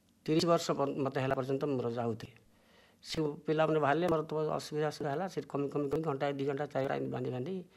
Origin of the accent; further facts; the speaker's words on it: Mundapota, Odisha, India; ମୁଣ୍ଡପୋତା।